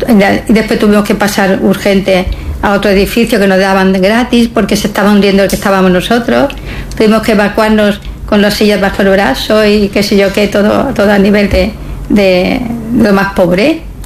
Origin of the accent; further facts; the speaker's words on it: Melilla, Spain; Llevo 3 años y sí, yo soy de Melilla. Y vengo cada año porque la familia está aquí, tengo las raíces aquí.